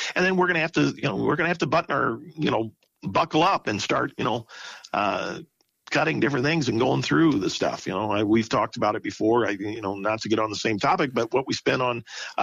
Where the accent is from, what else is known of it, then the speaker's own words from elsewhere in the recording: Sangamon County, Illinois, United States; I grew up in Sangamon County